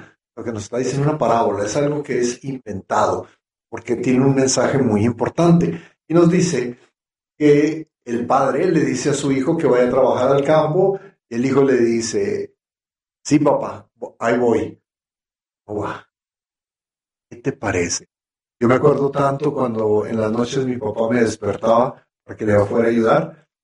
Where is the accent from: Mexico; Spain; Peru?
Mexico; moved away; nosotros que venimos de México